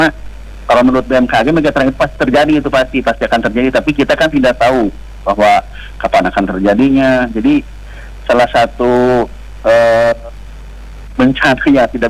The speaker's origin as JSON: {"language": "Indonesian", "town": "Pangandaran", "region": "West Java", "country": "Indonesia", "said": "Itu mah doa kami dari orang Pangandaran gitu."}